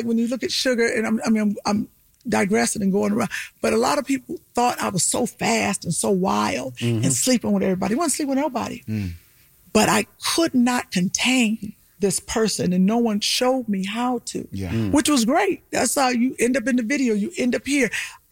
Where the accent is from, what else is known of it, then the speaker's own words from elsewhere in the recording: Cleveland, Ohio, United States; moved away as an adult; I'm from Cleveland.